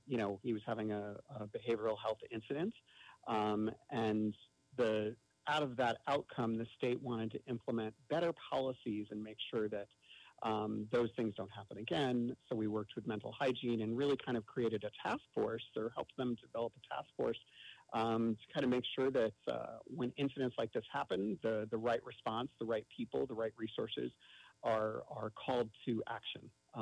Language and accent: English; New York, United States; You know, I'm born and bred in New York, so I really take that to heart.